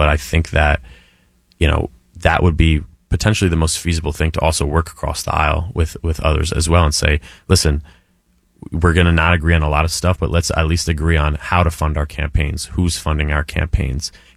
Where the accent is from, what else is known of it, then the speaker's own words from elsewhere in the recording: East Northport, New York, United States; where I grew up in East Northport